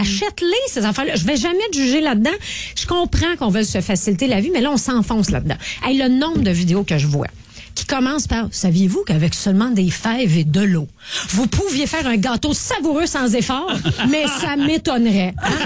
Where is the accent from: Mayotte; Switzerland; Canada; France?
Canada; Montreal, Quebec; je viens de Montréal